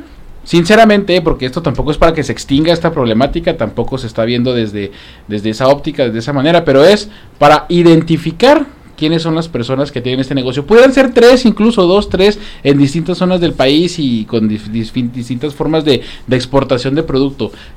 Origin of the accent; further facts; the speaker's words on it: Mexico; no nosotros como mexicanos